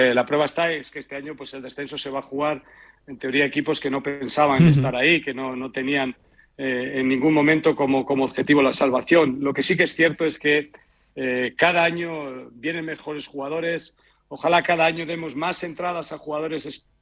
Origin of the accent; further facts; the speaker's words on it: Castile, Spain; piensa que soy castellano y entonces creo que al final siempre es más fácil sentir un poco pues este tipo de equipos que están en tu comunidad, ¿no?